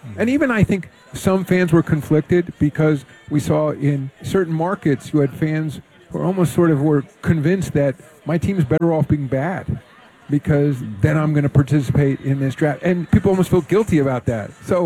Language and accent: English; New York, United States; I'm a New Yorker, so and I was alive for the last two, so I was around.